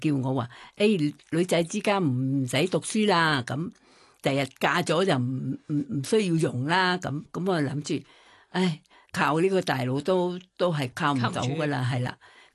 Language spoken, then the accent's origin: Cantonese; Thailand; Cantonese is a second language; 即系我哋泰国人咧就家姐啲事咧，佢唔讲俾你听